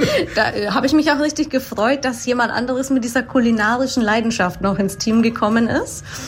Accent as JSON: {"language": "German", "town": "Bayreuth", "region": "Bavaria", "country": "Germany", "said": "ich bin 36 Jahre alt, ich komme aus Bayreuth, aus der Saas, wohne aber jetzt in der Gartenstadt mit meinem Freund und zwei Katzen."}